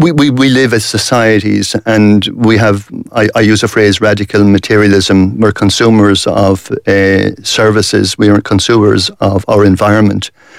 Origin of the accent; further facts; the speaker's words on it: west of Ireland, Ireland; I'm going to the West, I'm from the West